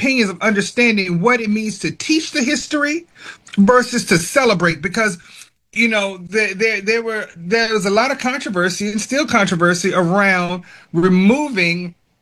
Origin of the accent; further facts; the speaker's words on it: Richmond, Virginia, United States; being from Richmond, I grown up, born and raised in Richmond and all. Monument Avenue for us, we knew what that was all about and all.